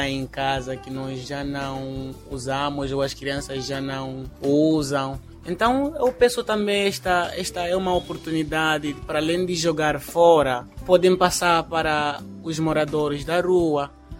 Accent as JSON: {"language": "Portuguese", "country": "Mozambique", "said": "Nós todos somos moçambicanos"}